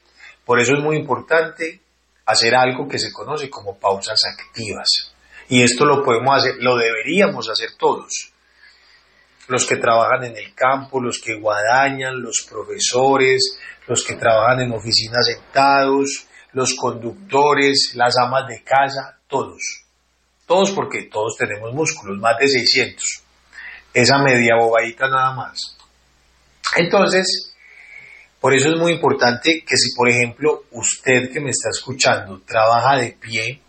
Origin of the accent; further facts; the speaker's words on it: Colombia; acá somos muy colombianos. Entonces, acá les decimos peos.